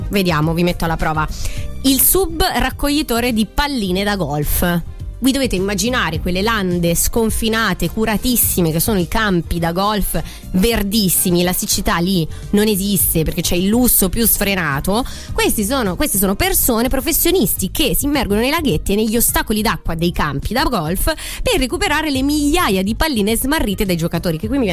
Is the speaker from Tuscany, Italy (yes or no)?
yes; Sansepolcro, Tuscany, Italy; moved away; Borgo Santo Sepolcro, ok? Quindi il mio paesino di origine